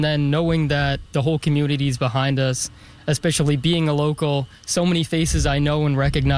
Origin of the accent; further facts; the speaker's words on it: Sydney, Nova Scotia, Canada; I'm from Sydney, Nova Scotia.